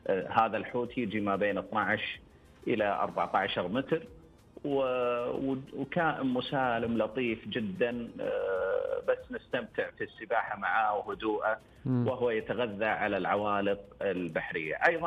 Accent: Saudi Arabia

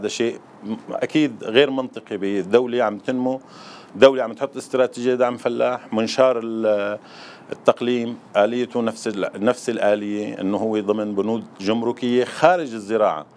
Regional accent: Syria; التنوع المناخي اللي عندنا بسوريا، من شرق لشمال سوريا للجنوب

